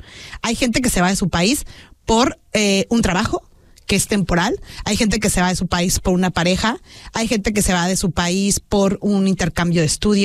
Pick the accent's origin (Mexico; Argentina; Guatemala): Mexico; moved away as an adult; Yo me fui de México con la idea de venirme con la Working Holiday Visa solamente un año, darle duro al inglés, llenarme de experiencias, viajar quizás antes de regresar a México, pero no regresé a México